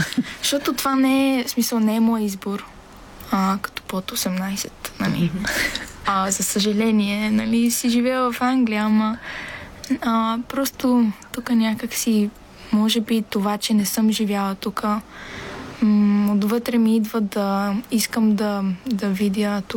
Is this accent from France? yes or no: no; England, United Kingdom; also born or lived in Bulgaria; По-си го чувствам като дом, отколкото в Англия. Дори там, че съм отрасла и нали, живея там от то почти целия ми живот.